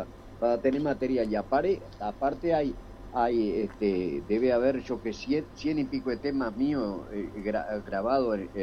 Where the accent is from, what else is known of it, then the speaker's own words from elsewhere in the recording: Vergara, Treinta y Tres, Uruguay; also born or lived in Garao / Río Branco; Yo ahí nací en Garao y de ahí me llevaron con 4 años para Río Branco. Ah, mirá. Después de Río Branco, con 7 años me trasladaron para Vergara. Ahí fue donde yo estuve hasta los 10 años